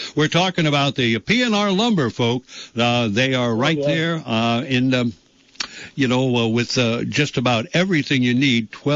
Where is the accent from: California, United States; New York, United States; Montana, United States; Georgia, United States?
New York, United States; Bronx; I mean, growing up in the Bronx, all I knew was doo-wop and the pool halls, yeah.